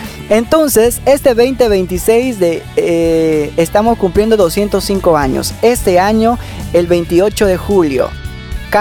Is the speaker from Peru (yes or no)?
yes; Peru; que todos nosotros como peruanos sepamos cuántos años está cumpliendo nuestro país